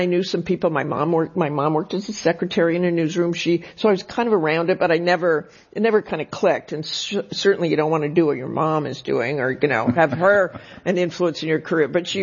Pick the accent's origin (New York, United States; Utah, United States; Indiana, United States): Utah, United States; Salt Lake City; moved away as an adult; also born or lived in Boston; So I was raised by a single mom in Salt Lake City.